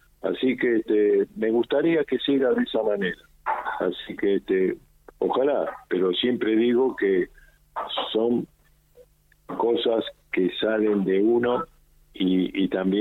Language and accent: Spanish; Argentina